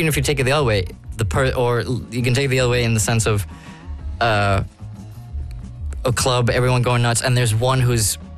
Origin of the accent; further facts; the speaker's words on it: Barcelona, Catalonia, Spain; also born or lived in London, United Kingdom; I was born in London, but I grew up in Barcelona, and I've been working the circles in Barcelona